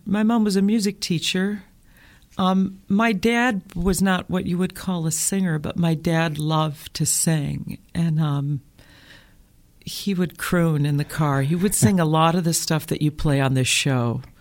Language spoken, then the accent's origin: English; Flint, Michigan, United States; I grew up in Flint, Michigan.